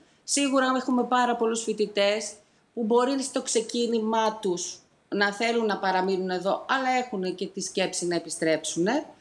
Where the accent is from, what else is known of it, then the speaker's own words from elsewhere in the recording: Greece; moved away as an adult; δεν είμαστε Έλληνες δεύτερης, τρίτης γενιάς. Είμαστε Έλληνες περισσότεροι που ήρθαν από το 16 και μετά. Οπότε και η ανάγκη αυτή, όταν πρώτο ήρθα εγώ το 13, δεν υπήρχαν πολλοί Έλληνες.